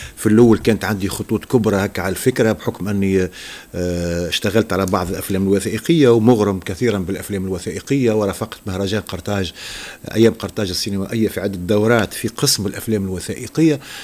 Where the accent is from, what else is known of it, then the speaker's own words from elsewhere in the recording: Tunisia; تعنينا بشكل محلي كتونسيين